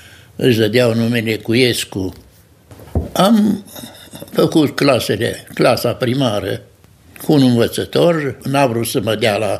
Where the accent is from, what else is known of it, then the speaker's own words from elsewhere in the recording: Stelnica, Ialomița County, Romania; now in Turda, Romania; Eu sunt din comuna Stelnica, județul Ialomița, din Bărăgan, din inima Bărăganului.